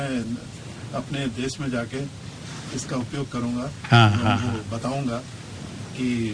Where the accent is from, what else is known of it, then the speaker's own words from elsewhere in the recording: Nepal; मैं नेपाल से हूँ